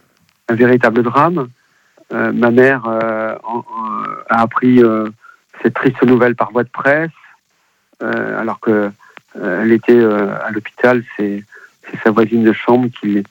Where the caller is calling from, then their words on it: Centre-Val de Loire, France; Ah, je vous appelle d'un village près de Blois qui s'appelle Valencis, très beau village dans la vallée de la Loire, et j'ai 52 ans.